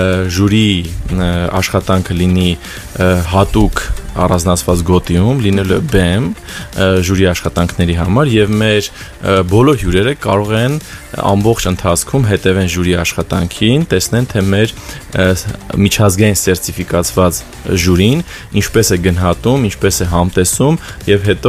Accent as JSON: {"language": "Armenian", "town": "Stepanavan", "region": "Lori", "country": "Armenia", "tie": "born there", "lives_now": "Yerevan, Armenia", "said": "ես ծննդով Ստեփանավանից եմ։ Չնայած երկար տարիներ ապրում Երևանում, բայց դա կապ չունի"}